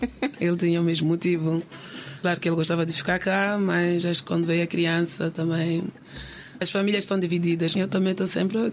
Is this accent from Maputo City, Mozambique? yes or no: yes; Maputo, Maputo City, Mozambique; moved away as an adult; also born or lived in Inhambane / Portugal; now in Oslo, Norway; sou de uma família de 4 irmãos. Eu nasci e cresci em Maputo.